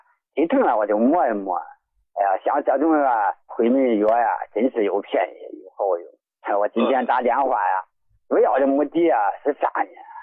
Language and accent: Chinese; Henan, China; now in Beijing, China; 我是河南的，我在北京打工呢